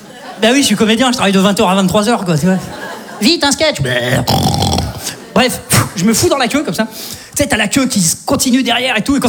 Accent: Saint-Étienne, Auvergne-Rhône-Alpes, France; Tu vois, moi, je viens de Saint-Étienne. Globalement, chez nous, t'as faim, tu prends une arbalète, tu vas chasser, ça s'arrête là, quoi.

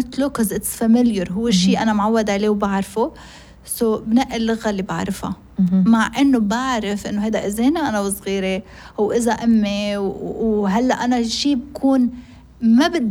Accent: Lebanon; accent: Lebanese Arabic; first language Arabic; كبرنا بنحكي لبناني العربي، كيف كل واحد حتى بلبنان كل واحد بيحكي حسب منطقته،

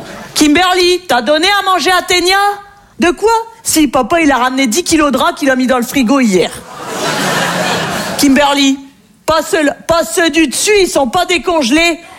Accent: Hauts-de-France, France

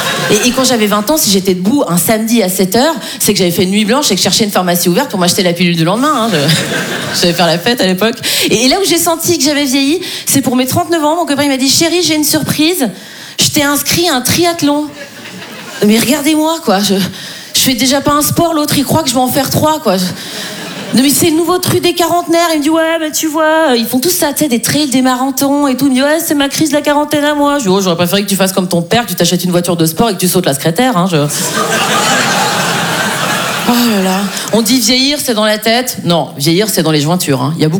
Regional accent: Switzerland; parce que je suis suisse.

